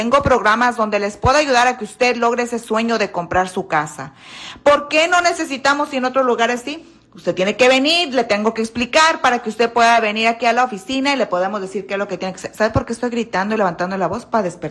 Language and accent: Spanish; Michoacán, Mexico; soy de Michoacán.